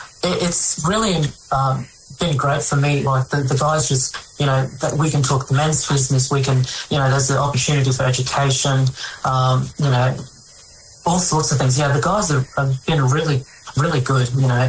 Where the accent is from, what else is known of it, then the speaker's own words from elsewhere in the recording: Bundaberg, Queensland, Australia; I grew up in Bundaberg, my hometown.